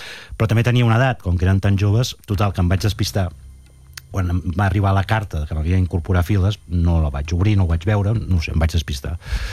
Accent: Sabadell, Catalonia, Spain

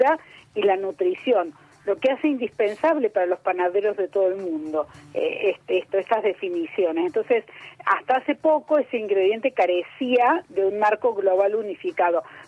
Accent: Argentina; y considero que como argentinos ya estamos hechos.

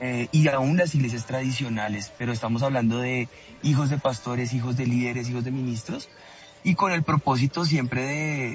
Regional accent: Colombia; el impacto que esto podrá traer para nosotros como colombianos.

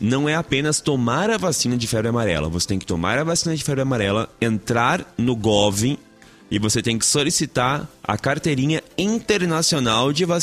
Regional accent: Brazil; A gente é brasileiro, gente.

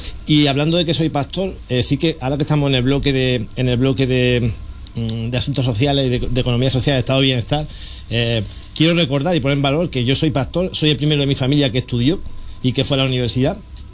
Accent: Jaén, Andalusia, Spain; soy un poco la voz de la España vaciada de Jaén, que parece que Jaén no es la provincia arquetípica de la España vaciada, pero mi pueblo tiene cuatro habitantes, no llega, no sé si son 3,9 o 4 habitantes por kilómetro cuadrado.

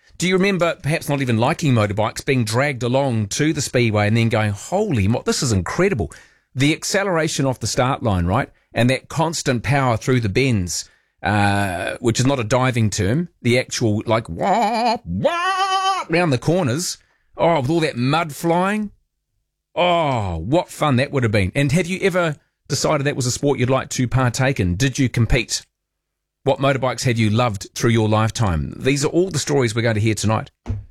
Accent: Christchurch, Canterbury, New Zealand; born there; I was born in Christchurch. That gives me a head start, doesn't it?

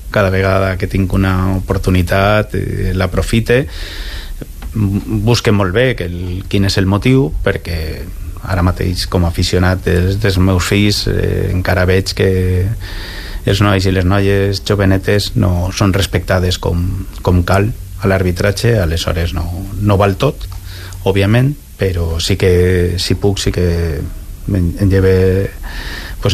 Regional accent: Valencian Community, Spain; now in Valencia, Spain; No, estem visquem en València però pràcticament un semàfor de poder eixir cap al meu poble, cap al Ximià d'Alfara

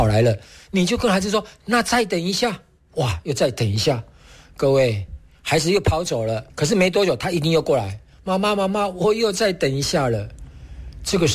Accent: Taiwan; 我是来自台湾的

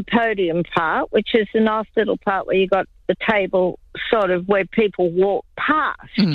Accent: Sydney, New South Wales, Australia; also born or lived in St George area, Sydney; now in Sydney, Australia; I was brought up in Peakhurst, so Hurstville was the closest shopping centre.

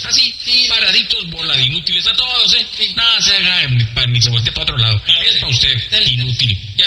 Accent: Ciudad Juárez, Chihuahua, Mexico; Si nos corresponde a los que somos de Juárez

